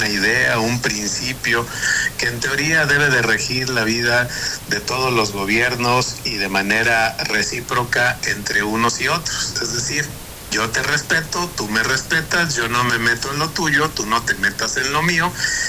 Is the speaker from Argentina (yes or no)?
no; Mexico; porque lo estoy enjuiciando aquí en mi país, en mi propio país, porque está cometiendo delitos en mi país. Imagínense cómo se vería México ante el mundo